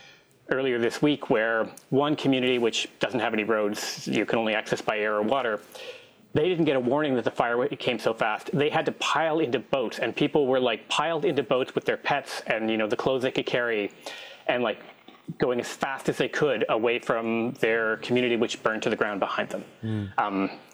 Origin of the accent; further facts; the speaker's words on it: Canada; Growing up in Canada